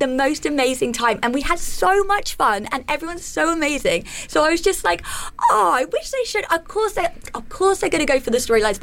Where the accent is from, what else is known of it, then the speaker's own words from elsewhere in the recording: Southend-on-Sea, East of England, United Kingdom; moved away; So I'm originally from Southend in Essex.